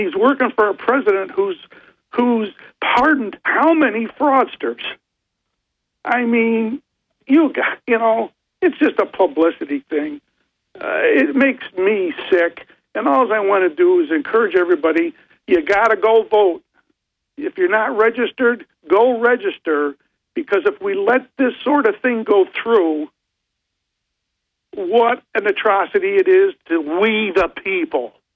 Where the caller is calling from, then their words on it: Bethel, United States; from Bethel.